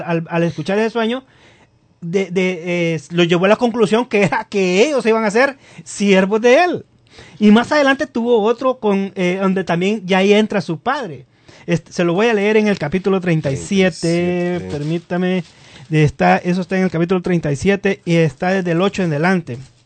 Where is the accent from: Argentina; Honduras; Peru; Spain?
Honduras; Yo tengo la responsabilidad por mi país, Honduras.